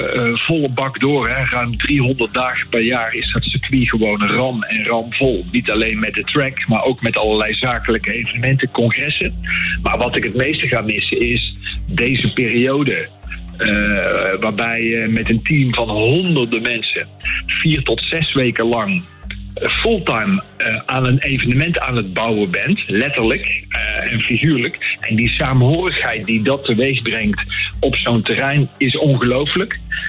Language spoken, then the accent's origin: Dutch; Netherlands; Als Nederlanders